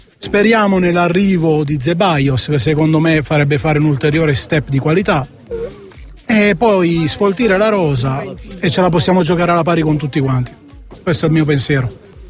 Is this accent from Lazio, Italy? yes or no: no; Milan, Lombardy, Italy; Io vengo da Milano, 1000 chilometri